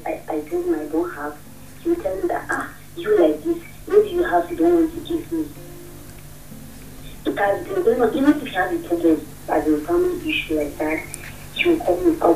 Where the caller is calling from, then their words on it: Lamin, West Coast, Gambia; from Lamin.